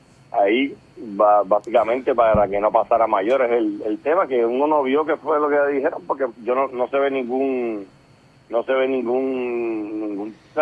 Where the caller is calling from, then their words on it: Bayamón, Puerto Rico; Buenos días … de Bayamón, Levitón.